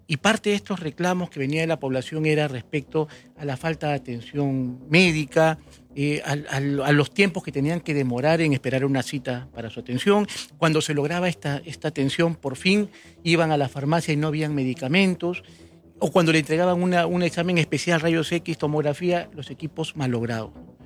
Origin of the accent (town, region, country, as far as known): Peru